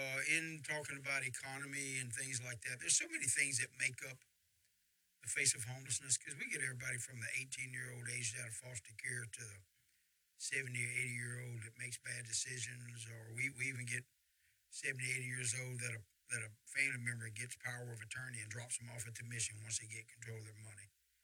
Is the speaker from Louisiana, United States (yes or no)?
yes; Shreveport, Louisiana, United States; You know, I grew up in Sunset Acres.